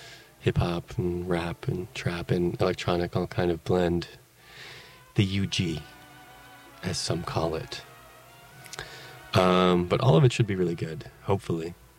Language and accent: English; the Bay Area, California, United States; I'm from the Bay